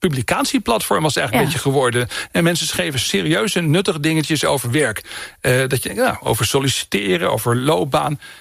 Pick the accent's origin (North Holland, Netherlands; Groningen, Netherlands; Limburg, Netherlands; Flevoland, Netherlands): Groningen, Netherlands; Want ik kom uit Oost-Groningen.